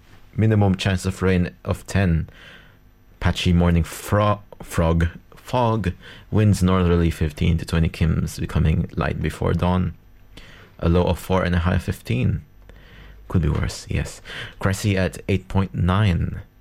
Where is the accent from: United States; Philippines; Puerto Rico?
Philippines; now in Launceston, Australia; as this March is hailing from the Philippines, as I am from that as well. You may not have heard from my accent.